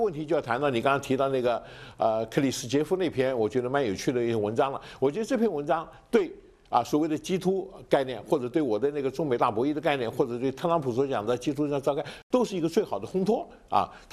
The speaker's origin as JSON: {"language": "Chinese", "country": "China", "said": "因为我想我们这个中国最近这几年的飞速进步，我们中国人基本上都看了很多"}